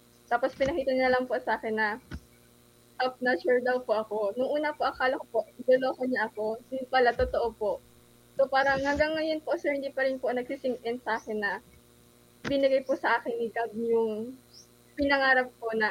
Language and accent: Tagalog; Ragay, Bicol Region, Philippines; I'm from Port Junction Norte po. Sa Ragay po talaga